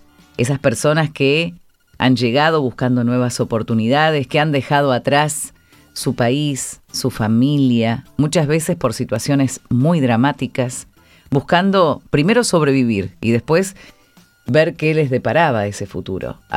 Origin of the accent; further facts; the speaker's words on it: Argentina